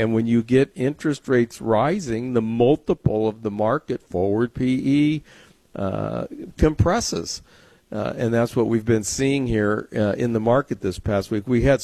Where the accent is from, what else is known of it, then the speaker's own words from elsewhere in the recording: San Diego, California, United States; Yeah, well, I grew up in San Diego, which obviously is a very sunny place